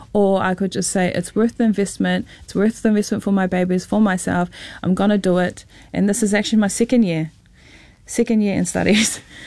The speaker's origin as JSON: {"language": "English", "region": "Auckland", "country": "New Zealand", "tie": "born or raised there", "also_born_or_lived": "Kaikohe", "first_language": "Māori", "second_language": "English", "said": "I was was raised in South Auckland, was raised in Ōtara"}